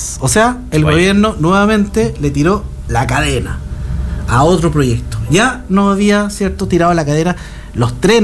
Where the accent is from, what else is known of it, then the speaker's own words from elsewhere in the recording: Valparaíso, Chile; pero sobre todo como porteño, padre, también cónyuge, hijo y familia de esta gran ciudad porteña